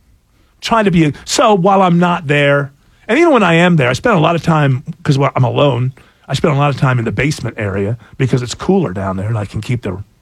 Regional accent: New York, United States; because I come from Western New York.

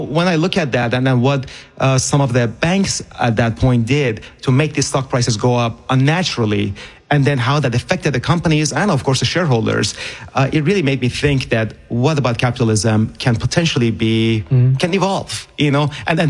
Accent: Iran; as a kid growing up in Iran in the 1980s, when the 8-year war was going on with Iraq, I had hope in one country.

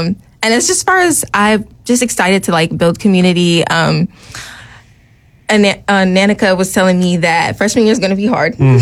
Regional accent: Georgia, United States; With this, I'm from Georgia, so of course I'm all around the Hawks.

